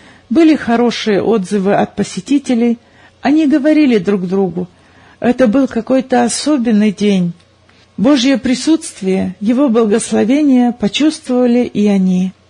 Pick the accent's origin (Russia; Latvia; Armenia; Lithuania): Russia; born there; Родился я в России.